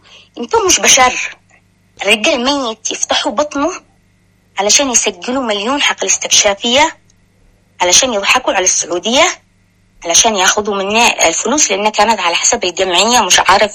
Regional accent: Taiz, Taiz Governorate, Yemen; قسما بالله اللي نهبوا المؤسسة والبيوت إنهم أصحاب تعز وأنا من نص من تعز

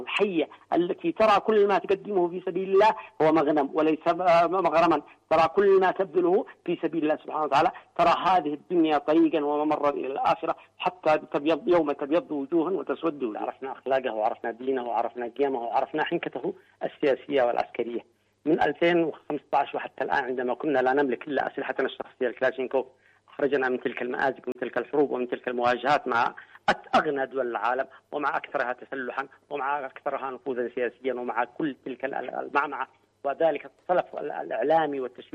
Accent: Yemen; ومن حياتنا نحن كيمنيين

